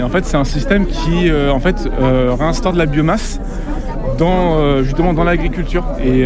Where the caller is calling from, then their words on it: Coulounieix-Chamiers, Nouvelle-Aquitaine, France; J'habite à Coulonnes-Chamier